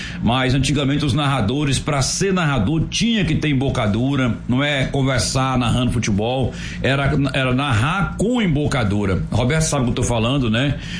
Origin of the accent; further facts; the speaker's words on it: Jacobina, Bahia, Brazil; Eu, na minha época, eu cresci em Jacobina, ouvindo rádio, ouvindo Rádio Sociedade da Bahia, ouvindo Rádio Globo, Rádio Tupi e as rádios da capital.